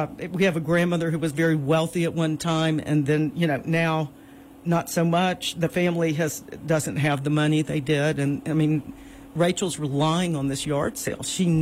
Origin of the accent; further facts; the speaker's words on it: the South, United States; I'm from the South.